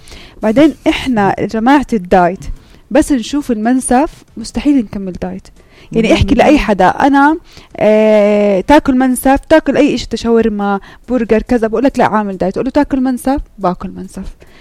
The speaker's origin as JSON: {"language": "Arabic", "country": "Jordan", "said": "إحنا كأردنيين بالوراثة، منحب المنسف بالوراثة، منحب اللحمة بالوراثة، بنحب تقاليدنا، المنسف موجود عندنا"}